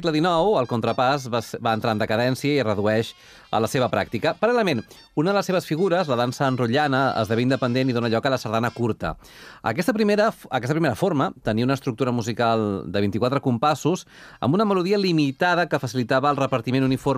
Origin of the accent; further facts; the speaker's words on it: Catalonia, Spain; Som molt, això és molt català, eh? Tot que sigui tan quadriculat, som els alemanys del Mediterrani.